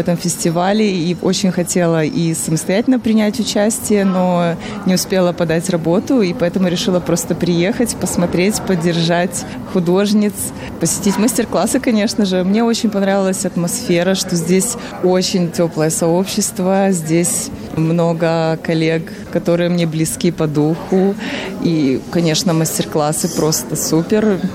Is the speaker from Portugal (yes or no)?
no; Kyiv, Ukraine; now in Bratislava, Slovakia; Сейчас живу в Братиславе. Родом я из Киева.